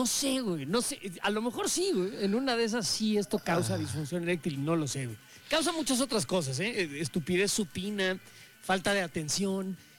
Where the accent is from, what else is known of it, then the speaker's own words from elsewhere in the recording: Mexico; jodones somos los mexicanos